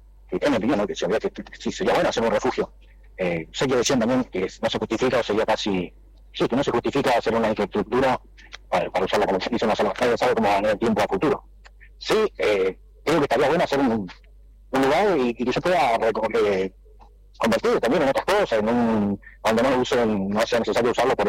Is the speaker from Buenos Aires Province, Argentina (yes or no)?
no; Neuquén, Argentina; Hola, buen día, gente linda de Radio Nacional, Zapala. … de Neuquén, soy camionero, viajo mucho para acá, para el lado de Junín de los Andes